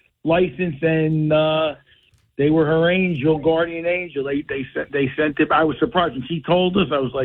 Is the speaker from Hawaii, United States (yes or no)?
no; Bloomfield, New Jersey, United States; I grew up in Bloomfield